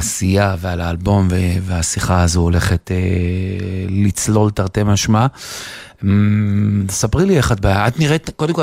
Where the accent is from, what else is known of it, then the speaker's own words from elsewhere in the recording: Southern District, Israel; זה מחזיר אותי, אני דרומי בנשמה. זה לוקח אותי אחורה